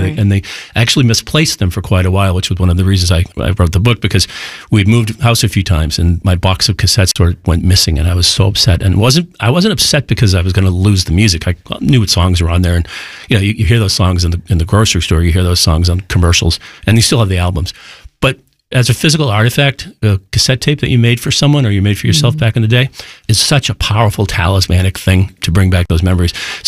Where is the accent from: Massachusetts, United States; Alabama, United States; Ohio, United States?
Massachusetts, United States; Boston; Growing up in Boston, it was always